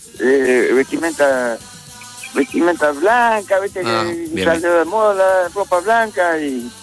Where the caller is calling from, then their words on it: Argentina; De acá enfrente de Figuera, entre Pavón y Figuera, ¿viste? Sobre la isla.